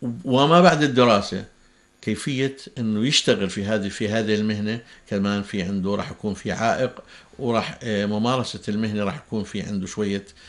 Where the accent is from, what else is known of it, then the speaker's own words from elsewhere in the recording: Jordan; أنا بحكي لك عن عندنا في الأردن